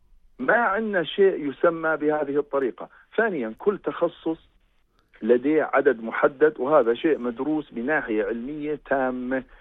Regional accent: Jordan; عندنا بالاردن

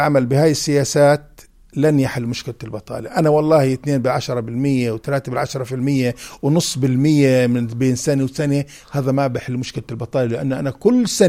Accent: Jordan; احنا عندنا في الاردن

